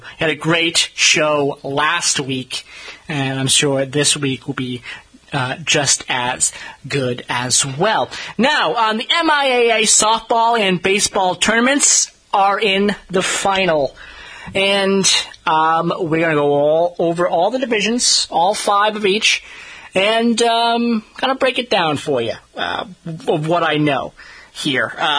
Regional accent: Middleborough, Massachusetts, United States; we'll take on Middleborough, my hometown.

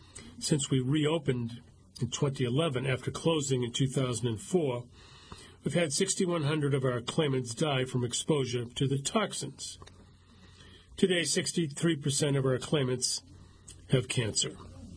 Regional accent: Manhattan, New York, United States; I lived in D.C., or the D.C. area at the time, but I grew up in Manhattan.

